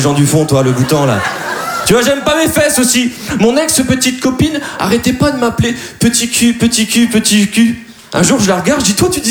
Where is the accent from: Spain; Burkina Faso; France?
France; Dunkirk, Hauts-de-France; now in Paris, France; Eh ben moi, je suis de Dunkerque et vous voyez bien, je parle bien.